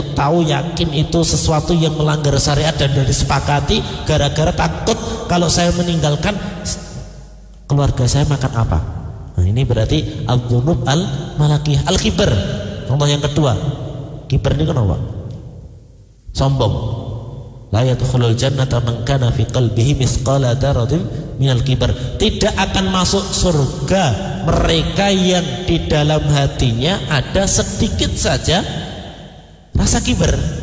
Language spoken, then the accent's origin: Indonesian; Central Java, Indonesia; kami kan orang Bekonang ya.